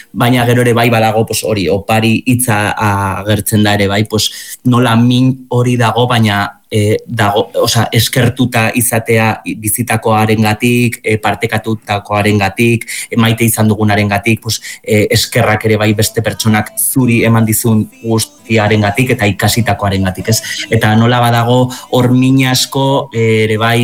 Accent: Zubiri, Navarre, Spain; ni Zubirikoa naiz

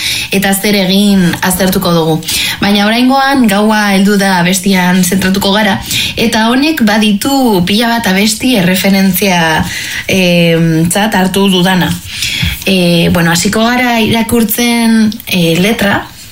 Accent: Bilbao, Basque Country, Spain; ni bilbotarra naiz, eta askotan ikusten dut eta entzuten ditut kantak hitz egiten dutena herri baten bati buruz.

